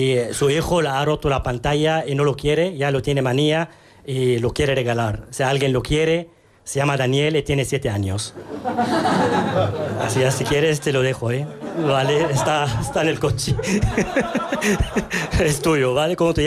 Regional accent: Cairo, Cairo Governorate, Egypt; now in Madrid, Spain; Vengo de una ciudad, se llama El Cairo, de 30 millones de habitantes. 30 millones de habitantes. Llego aquí a Madrid

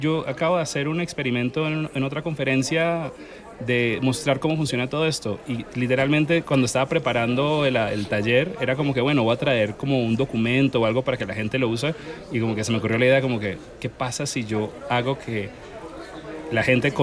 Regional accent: Colombia; also born or lived in Dominican Republic; now in Miami, United States; Nací en Dominicana, crié en Colombia, ahora vivo en Miami.

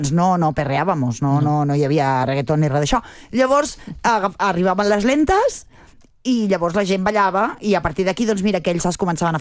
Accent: Barcelona, Catalonia, Spain; Jo que sóc de Barcelona.

